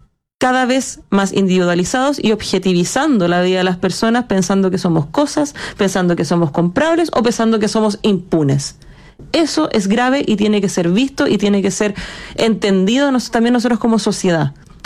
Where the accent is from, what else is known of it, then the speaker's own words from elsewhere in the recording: Chile; Nosotros como chilenos somos muy buenos para tapar el sol con un dedo, para meter la mugre bajo la alfombra y jactarnos de que somos bacanes, que somos los mejores de Latinoamérica.